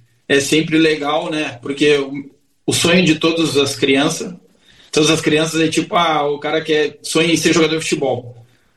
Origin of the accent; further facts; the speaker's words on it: Rio Grande do Sul, Brazil; born there; also born or lived in São Paulo; Depois joguei em São Paulo também, mas eu nasci no Grande do Sul.